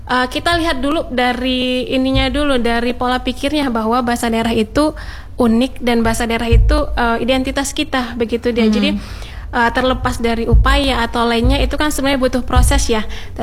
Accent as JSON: {"language": "Indonesian", "region": "North Sumatra", "country": "Indonesia", "said": "Dan misalnya saya Batak, ketika kita saya ngobrol bahasa Batak, orang akan tahu oh Batak itu seperti ini, oh ngomongnya agak tinggi nadanya Baba."}